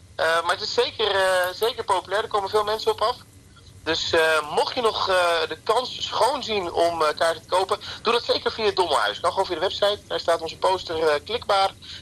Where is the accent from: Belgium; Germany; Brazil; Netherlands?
Netherlands; Utrecht; now in Nieuwegein, Netherlands; ik ben een bovensloter, zoals dat zo mooi heet, want ik kom uit Utrecht.